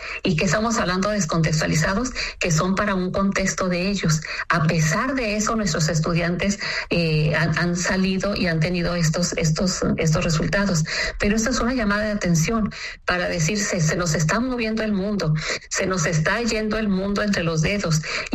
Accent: Mexico; Nosotros hemos tenido la oportunidad como mexicanos

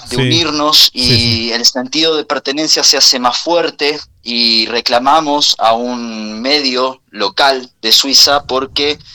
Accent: Argentina; moved away as an adult; now in Lausanne, Switzerland; somos muchos argentinos acá, sí, sí. Somos alrededor de 178, casi 200 argentinos.

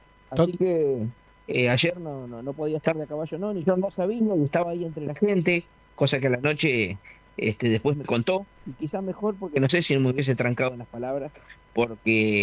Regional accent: Santa Teresita, Buenos Aires Province, Argentina; la plaza de mi pueblo, Santa Teresita

